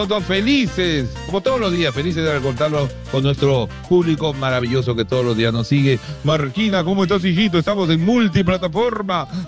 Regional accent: Lima, Peru; Soy del centro de Lima. Yo he mataperado en Conde de Superunda, en los Barrios Altos, en 5 esquinas. Yo jugaba carnavales por la Buena Muerte.

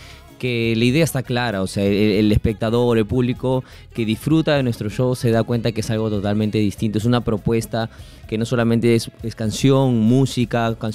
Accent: Chiclayo, Lambayeque, Peru; Yo vengo de Chiclayo, vengo del norte, una provincia donde te levantas con cumbia, claro, y te acuestas con cumbia, escuchando cumbia.

